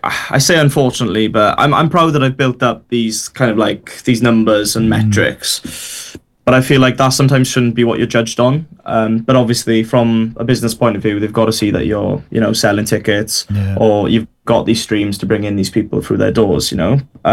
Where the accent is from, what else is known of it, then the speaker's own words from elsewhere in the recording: Burry Port, Wales, United Kingdom; We've got a bus going up from Burryport, my hometown, of over like 30 people.